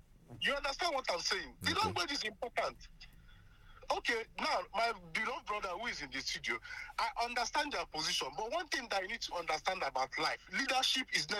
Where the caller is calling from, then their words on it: Enugu State, Nigeria; I'm a citizen of Nigeria. I'm a citizen of Enugu State.